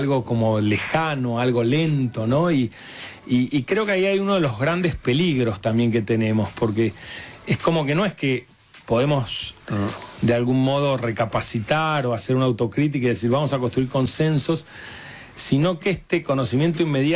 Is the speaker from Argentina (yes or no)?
yes; Argentina; creo que también eso es parte del problema que tenemos como argentinos, ¿no?